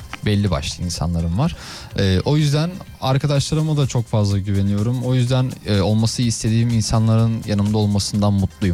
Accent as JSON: {"language": "Turkish", "region": "Manisa", "country": "Turkey", "said": "Hayır, yok abi, Manisa'lıyım."}